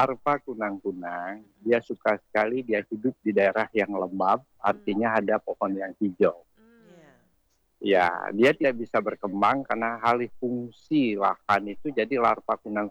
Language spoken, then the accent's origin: Indonesian; Bali, Indonesia; moved away; kalau di kampung saya di Bali itu masih ada.